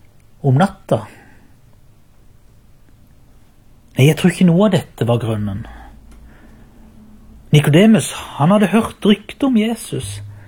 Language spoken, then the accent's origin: Norwegian; Byremo, Agder, Norway